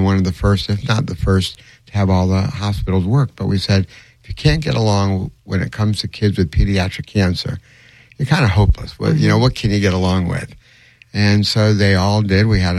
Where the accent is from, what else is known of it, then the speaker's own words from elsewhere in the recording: Orlando, Florida, United States; My mother, I was born and raised in Orlando